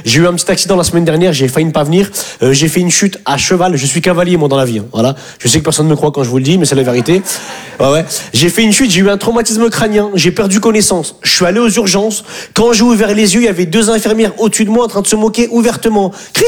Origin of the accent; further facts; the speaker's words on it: Hauts-de-France, France; now in Paris, France; C'est différent, moi je suis un ch'ti, je viens du nord de la France.